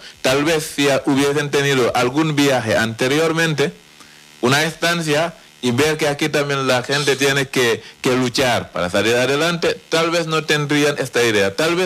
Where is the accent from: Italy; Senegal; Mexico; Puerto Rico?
Senegal; now in Spain; Finalmente, yo soy senegalés, he vivido aquí en Canarias